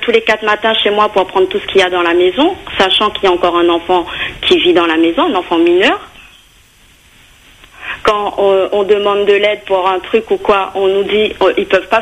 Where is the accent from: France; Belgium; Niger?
France; Réunion; Mais comme j'ai dit, on est réunionnais, on est sur notre terre.